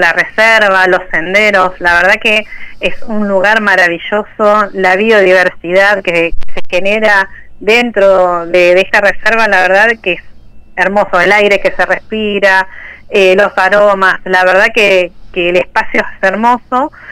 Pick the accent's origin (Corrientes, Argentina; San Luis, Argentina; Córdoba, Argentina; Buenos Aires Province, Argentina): Buenos Aires Province, Argentina; Lomas de Zamora; No soy de Rodríguez, soy de Lomas de Zamora.